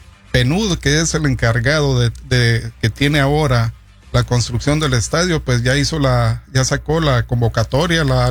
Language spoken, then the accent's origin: Spanish; Chiquimula, Guatemala; Yo soy de Chiquimula.